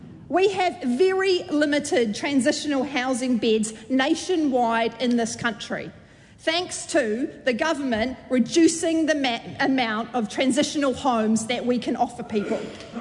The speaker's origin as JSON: {"language": "English", "town": "Hamilton", "region": "Waikato", "country": "New Zealand", "said": "I'm from Hamilton Kirikiriroa."}